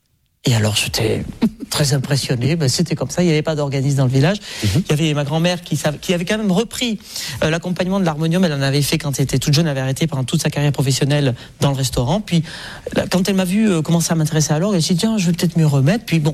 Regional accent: Nouvelle-Aquitaine, France; born or raised there

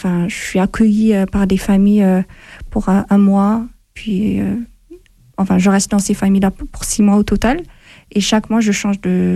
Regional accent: Addis Ababa, Ethiopia; French is a second language; moved away as an adult; now in France; j'ai 25 ans. Je viens de l'Éthiopie, j'ai suivi mes études, enfin, tout le long de... J'ai suivi un cursus français. C'est pour ça que je parle français. Normalement, on ne parle pas français en Éthiopie.

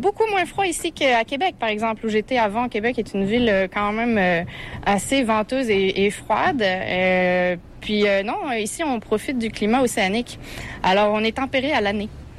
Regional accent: Tulle, Nouvelle-Aquitaine, France; born there; Mais oui, je suis née à Tulle. En Corrèze. Plein cœur. C'est ça, en Corrèze.

